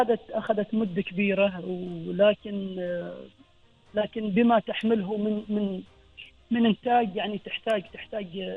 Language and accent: Arabic; Oman; عندنا في سلطنة عمان من الأزل عندنا نوعين, عندنا نقوش قديمة وعندنا كتابات عمانية قديمة.